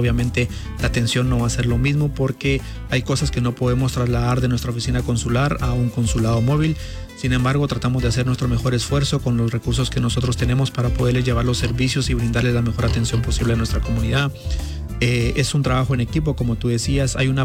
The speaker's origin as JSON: {"language": "Spanish", "country": "Guatemala", "moved": "yes", "lives_now": "United States", "said": "nosotros como guatemaltecos"}